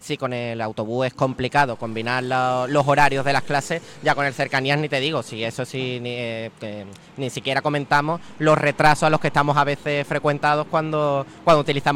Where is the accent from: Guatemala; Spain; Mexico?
Spain; El Puerto de Santa María, Andalusia; Totalmente, yo soy del puerto de Santa María